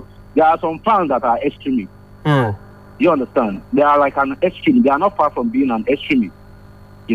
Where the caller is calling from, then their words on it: Ilorin, Kwara, Nigeria; From Tanke.